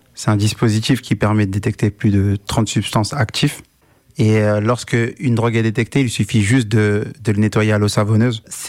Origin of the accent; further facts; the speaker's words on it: Compiègne, Hauts-de-France, France; moved away as an adult; also born or lived in Paris; Je suis originaire de Compiègne. … c'est un jeune qui a grandi au Clos des Roses jusqu'à ses 18 ans. Donc j'ai fait toutes mes classes à Compiègne, en passant par Filias Le Bègue, le collège André Malraux, le lycée Mireille Grenet.